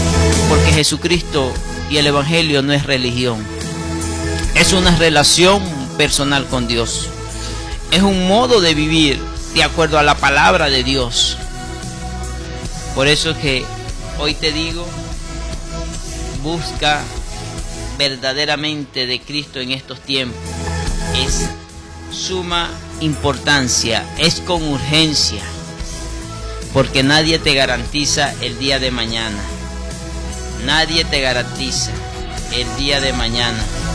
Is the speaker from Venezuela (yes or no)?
yes; Venezuela; Nosotros como venezolanos